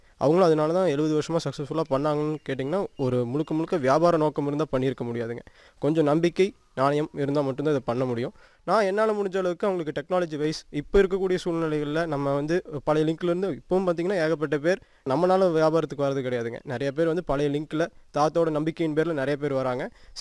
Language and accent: Tamil; Mulanur, Tamil Nadu, India; born there; குழந்தையிலிருந்தே எங்கள் சொந்த ஊர் மூலனூர். ஆனால் நான் வந்து இங்கே தாத்தா வீட்டில் தான் வளர்ந்தேன்.